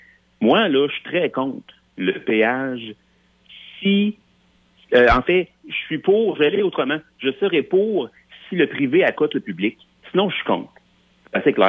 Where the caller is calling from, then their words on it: Lévis, Quebec, Canada; je suis de Lévis